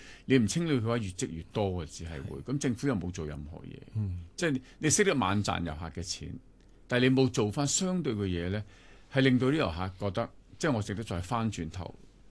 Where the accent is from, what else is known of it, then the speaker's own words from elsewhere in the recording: Yuen Long, New Territories, Hong Kong; 我哋細個嗰陣時喺元朗啲農村長大